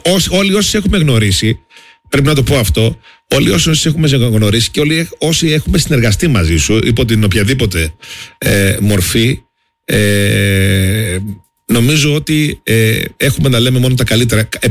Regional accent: Crete, Greece; now in Heraklion, Greece; στα μέρη μας εκεί προς τη Σιτία και το Μεραμπέλο

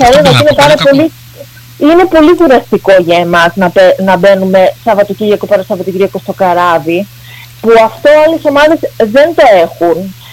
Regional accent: Heraklion, Crete, Greece; εγώ ουσιαστικά είμαι γεννημένη και μεγαλωμένη στο Ηράκλειο της Κρήτης

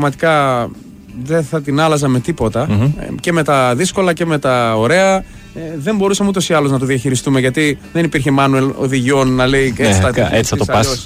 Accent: Thessaloniki, Central Macedonia, Greece; also born or lived in Paris, France; Έλληνας Θεσσαλονικιός βέβαια. Ήρθα 5 χρονών με τους γονείς μου από Γαλλία-Ελλάδα και από τότε δεν έφυγα από τη Θεσσαλονίκη καθόλου.

